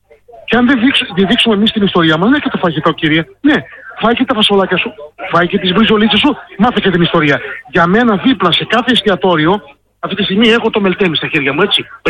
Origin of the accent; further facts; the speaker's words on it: Kastellorizo, South Aegean, Greece